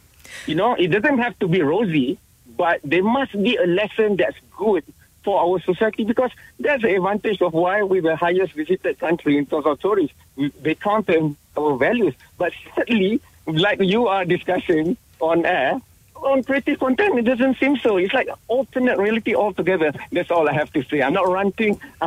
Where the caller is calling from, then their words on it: Malaysia; I'm a Malaysian